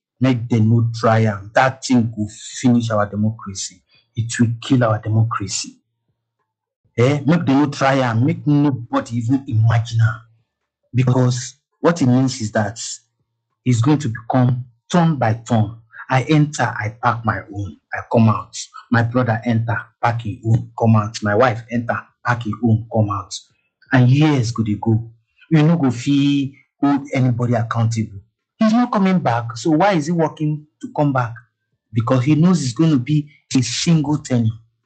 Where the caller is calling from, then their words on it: Abuja, Federal Capital Territory, Nigeria; I'm calling from Abuja.